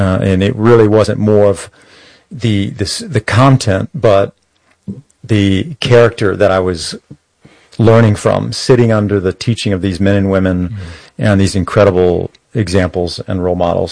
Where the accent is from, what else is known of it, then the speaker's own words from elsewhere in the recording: San Antonio, Texas, United States; I grew up here in San Antonio